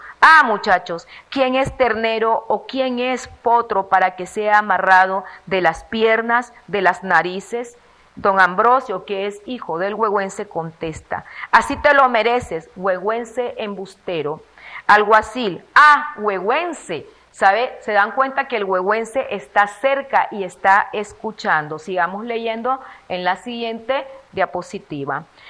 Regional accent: Nicaragua

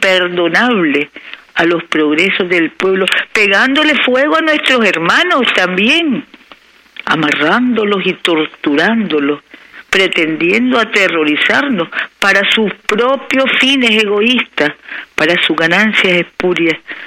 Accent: Nicaragua

